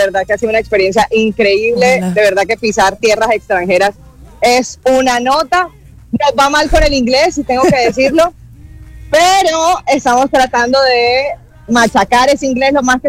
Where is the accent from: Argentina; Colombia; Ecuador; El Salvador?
Colombia; Barranquilla, Atlántico; Yo soy de Barranquilla, yo sé lo que es el calor